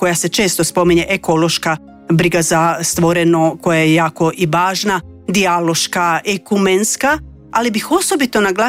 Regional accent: Croatia; kod nas u Hrvatskoj

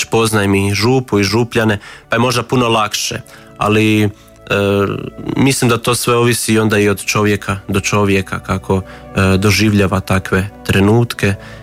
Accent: City of Zagreb, Croatia; Pa evo, ja dolazim iz Brestija koje je dosta, možemo reći, na periferiji grada i vidi se da je i mentalitet ljudi, vjernika, drugačiji od onoga u samom centru.

